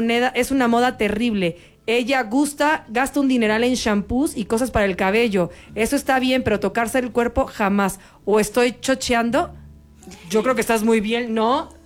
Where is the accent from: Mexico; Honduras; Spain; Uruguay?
Mexico; No somos coreanas, somos bien mexicanas